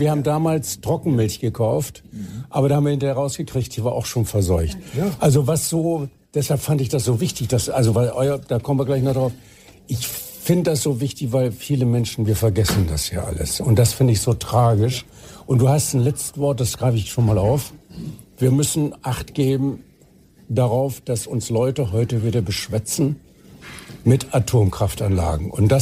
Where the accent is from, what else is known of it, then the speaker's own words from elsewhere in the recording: Bielefeld, North Rhine-Westphalia, Germany; moved away; Ich komme ja eigentlich aus Bielefeld.